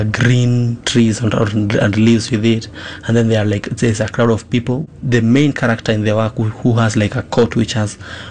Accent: Nairobi, Kenya; because I've grown in the slums here in Mukuru Koruben.

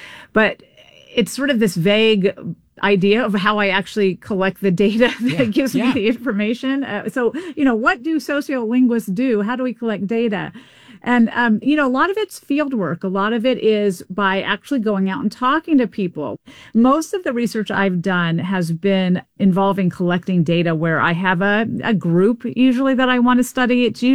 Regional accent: the South, United States; And I grew up in the South, an urban area of the South.

